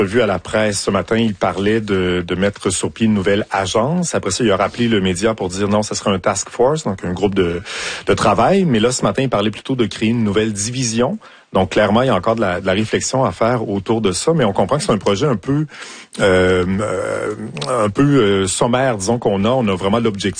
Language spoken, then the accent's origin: French; Quebec City, Quebec, Canada; je viens de Québec